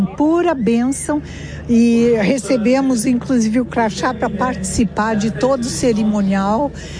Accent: Brazil; born there; Eu nasci no Brasil, mas eu venho de propósito uma vez por ano a Lourdes

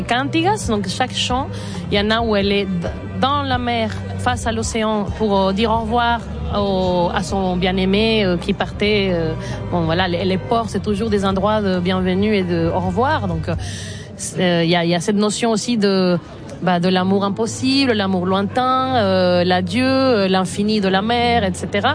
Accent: Venezuela; moved away as an adult; Et à partir de mes 17 ans, jusqu'au moment où j'ai quitté le Venezuela, j'ai chanté dans cet ensemble. En parallèle de faire partie de la scène underground et alternative de Caracas

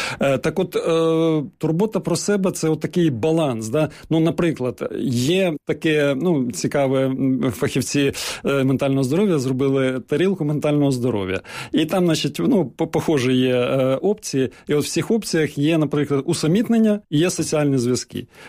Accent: Kyiv, Ukraine; born there; я, наприклад, народився в Києві, але чомусь люди шаблонно думають, ну, якщо я тут живу там чи народився, то я все знаю.

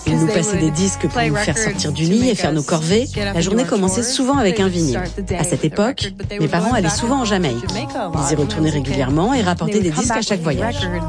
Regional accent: Florida, United States; Et puis, en grandissant en Floride, le reggae faisait aussi partie du paysage. J'habitais près de la plage et cette musique était partout autour de moi.

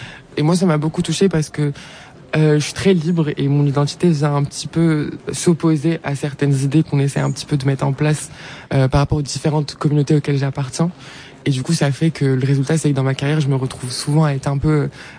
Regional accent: Morocco; moved away

